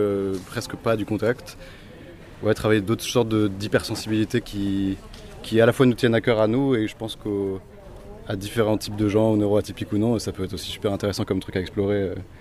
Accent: Tours, Centre-Val de Loire, France; je viens de Tours, de Maitrey.

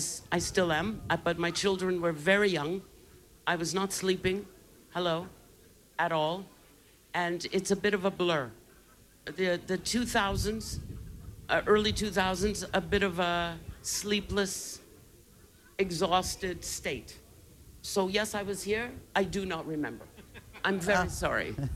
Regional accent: Canada

